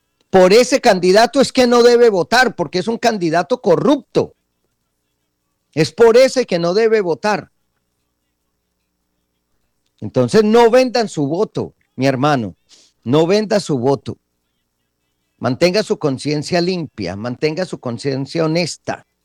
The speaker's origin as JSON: {"language": "Spanish", "country": "Colombia", "said": "Nuestro deber como colombianos"}